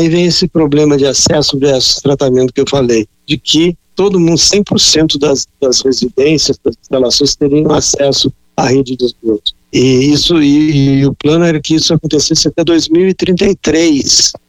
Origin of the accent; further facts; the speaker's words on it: Porto Alegre, Rio Grande do Sul, Brazil; moved away; eu sou de Porto Alegre originalmente